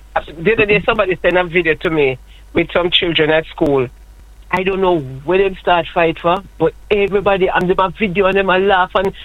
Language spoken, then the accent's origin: English; Jamaica; We're the Jamaican